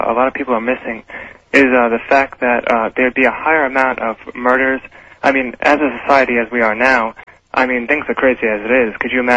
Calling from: Long Island, New York, United States

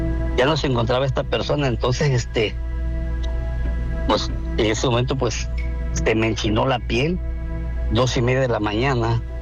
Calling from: Coatzacoalcos, Veracruz, Mexico; De Veracruz, para ser exacto, Coaxacualcos

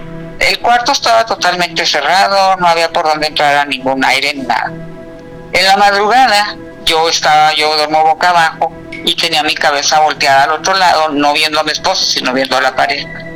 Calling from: Chihuahua, Mexico; Aquí de Chihuahua, Chihuahua.

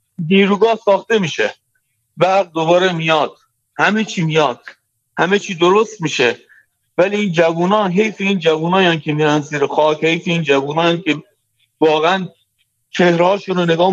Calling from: Mashhad, Razavi Khorasan, Iran

